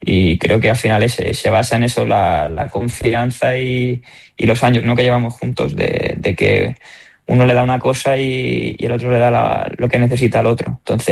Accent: Terrassa, Catalonia, Spain; yo soy catalán y en Cataluña tenemos exacto, tenemos de las dos

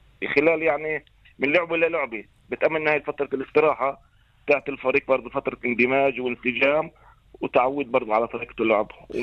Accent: Musmus, Haifa District, Israel; انا من قريه مصنف.

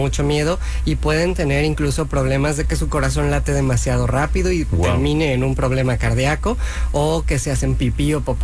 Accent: Mexico; Yo sé que somos flojos los mexicanos y no nos gusta tener que ir al médico.

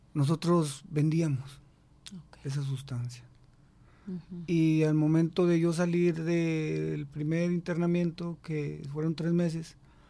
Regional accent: Guadalupe Victoria, Durango, Mexico; de Guadalupe Victoria, Durango, de los Llanos.

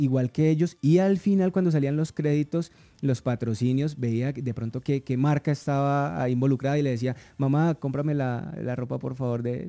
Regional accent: Cali, Valle del Cauca, Colombia; soy de Cali

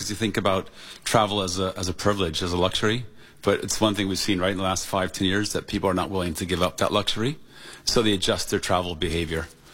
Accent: United States; And as an American, we have a passion for sports, certainly a passion for soccer, football.

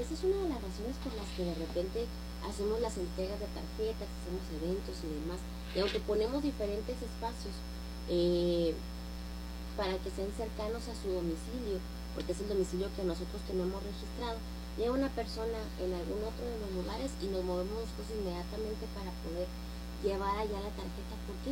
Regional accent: Ciudad Juárez, Chihuahua, Mexico; born there; personas que somos, que nacimos de, que venimos del pueblo de aquí de Juárez, que venimos del pueblo de Chihuahua, que venimos del pueblo de México

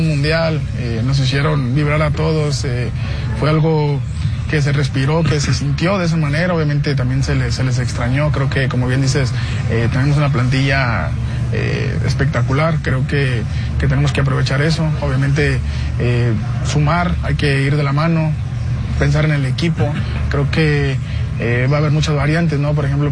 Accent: Mexico; ver todo lo que podemos lograr como mexicanos

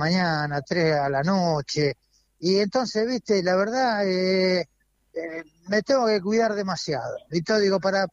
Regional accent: Argentina

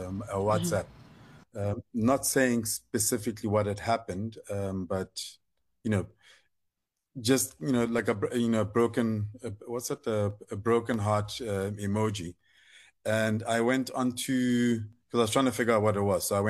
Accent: Lesotho; growing up in Lesotho in a particular time

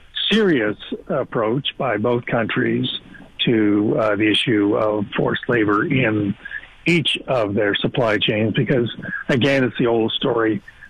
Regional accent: Canada; And I don't think that's how we see ourselves as Canadian citizens or as the nation of Canada.

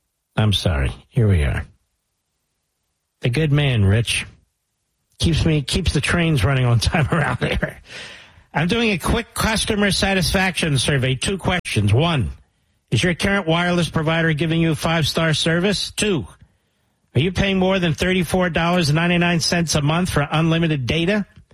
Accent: Philadelphia, Pennsylvania, United States; born there; I was born in Pennsylvania. Remember that? And in Philadelphia.

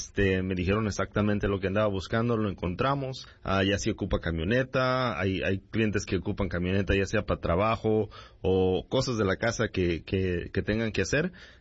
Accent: Lamont, California, United States; also born or lived in Bakersfield, California; Soy nacido aquí en Bakersfield, creado allá por el área de Lamont, California.

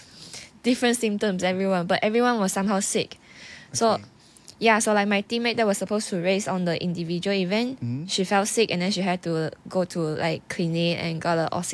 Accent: Sarawak, Malaysia; I think maybe because I'm from Sarawak kot.

